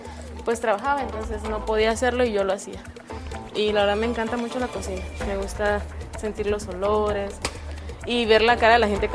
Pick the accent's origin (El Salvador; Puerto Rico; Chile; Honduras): El Salvador; born there; moved away; soy de El Salvador